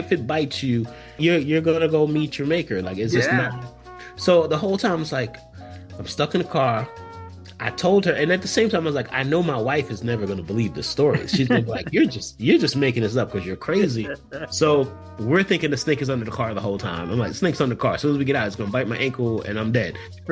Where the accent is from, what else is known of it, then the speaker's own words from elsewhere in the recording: New York, United States; moved away as an adult; now in Los Angeles, United States; I'm from New York. I don't care. Even though I live in LA now, at the time I was living in New York.